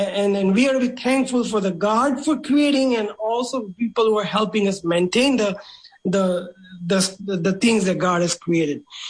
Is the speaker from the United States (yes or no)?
no; India; English is a second language; But primarily, when we are growing up in India, every time we did the prayers, there are two prominent prayers that we did it most of the time.